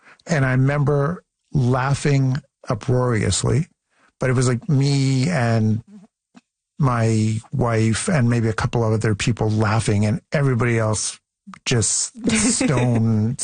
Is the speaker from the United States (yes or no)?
no; Canada; We're all, you know, we're very Canadian about it.